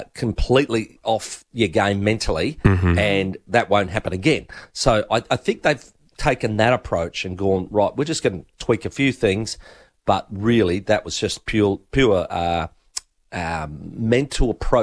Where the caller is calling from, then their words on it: Australia; They had never met an Australian.